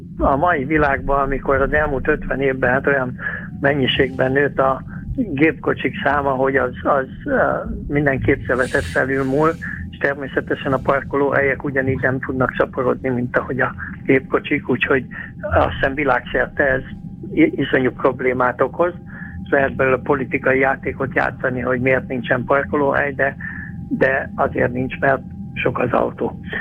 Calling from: Hungary; vidéki vagyok

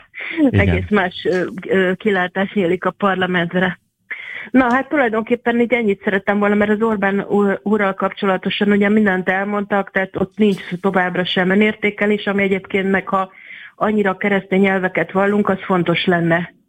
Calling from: Budapest, Hungary; mert én budapesti vagyok

